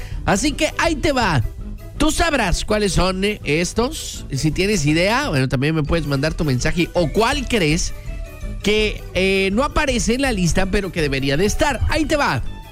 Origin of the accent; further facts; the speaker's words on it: Orizaba, Veracruz, Mexico; born there; yo nací en Orizaba.